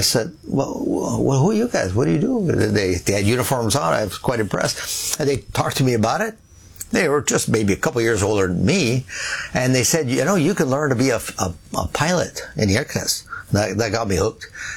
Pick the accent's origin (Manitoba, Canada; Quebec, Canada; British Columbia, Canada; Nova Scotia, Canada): Quebec, Canada; Montreal; born there; also born or lived in Sherbrooke; Actually, I was born right here in Montreal, at Verdun, actually. But we only lived here a couple years at the time. My father was a manager at Sun Life, so we kind of moved around. We moved to Sherbrooke